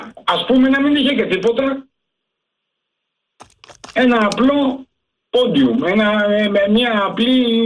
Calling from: Acharnes, Attica, Greece; είμαι από το Μενίδη

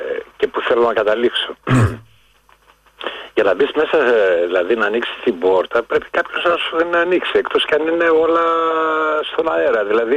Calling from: Germany; από Γερμανία.

